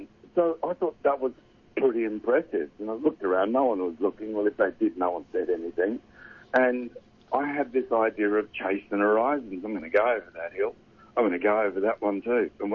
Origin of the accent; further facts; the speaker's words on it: Australia; I'm from Australia. I didn't have Afro hair